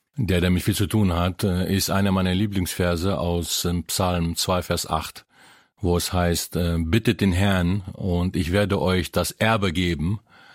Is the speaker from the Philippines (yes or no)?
yes; Philippines; Ich bin ja in den Philippinen aufgewachsen und mein Vater der war Ingenieur und der hat auf einer anderen Insel gearbeitet.